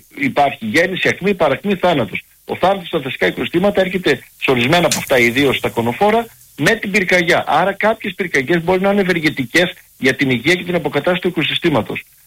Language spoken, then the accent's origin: Greek; Lesbos, North Aegean, Greece; Κατάγομαι από τη Λέσβο